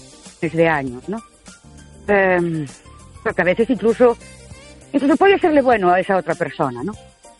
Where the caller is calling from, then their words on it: Ourense, Galicia, Spain; de Ourense.